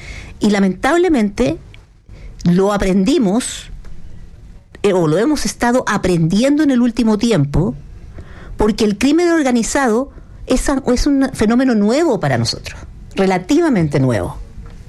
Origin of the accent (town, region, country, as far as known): Chile